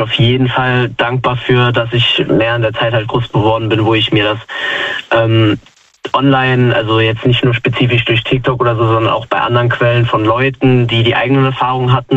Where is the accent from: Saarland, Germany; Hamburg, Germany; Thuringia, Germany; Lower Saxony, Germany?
Saarland, Germany; Fahlscheid; Also ich komme aus Fahlscheid, aus dem Saarland.